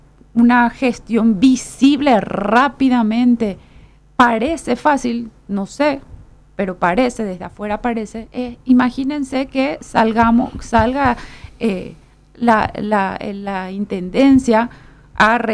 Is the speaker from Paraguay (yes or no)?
yes; Lambaré, Central, Paraguay; Yo soy una ciudadana de Lambaré.